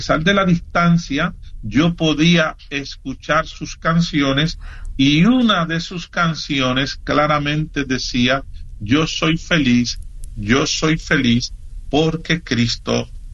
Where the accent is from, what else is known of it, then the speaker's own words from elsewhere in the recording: Corozal, Puerto Rico; moved away; en el pueblo de Corozal, en mi país natal